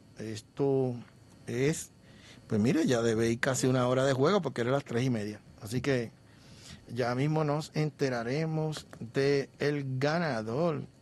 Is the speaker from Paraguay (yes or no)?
no; Puerto Rico